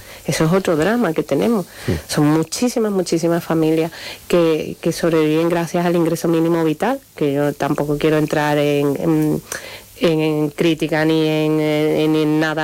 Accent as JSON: {"language": "Spanish", "country": "Venezuela", "said": "yo soy de origen venezolano y tengo muchos paisanos que comparten pisos dos y tres familias."}